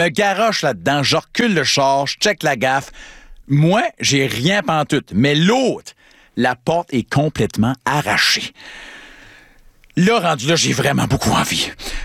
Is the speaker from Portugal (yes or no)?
no; Acadia, Canada; accent: Acadian; Il entend que je suis Acadien